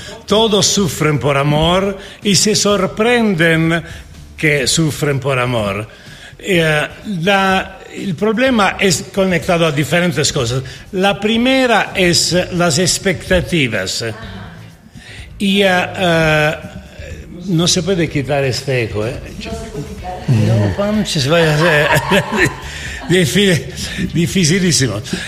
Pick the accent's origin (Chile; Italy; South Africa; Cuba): Italy; Spanish is a second language; moved away; Soy un pinche italiano, efectivamente.